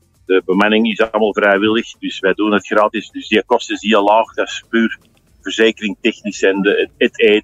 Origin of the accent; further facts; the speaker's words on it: Antwerp, Flanders, Belgium; Ik ben zelf van Antwerpen, op zijn Antwerpse zeggen.